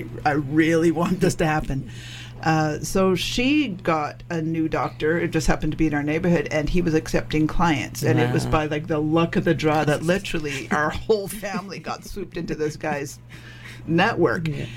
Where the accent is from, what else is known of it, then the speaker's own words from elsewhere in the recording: Vancouver, British Columbia, Canada; I grew up in East Vancouver, immigrated to Canada when I was a young child